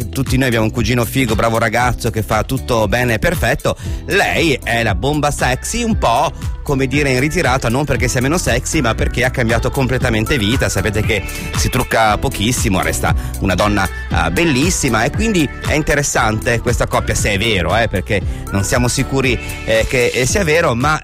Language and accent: Italian; Lombardy, Italy; il mio paese in provincia di Varese direbbero Miss Niente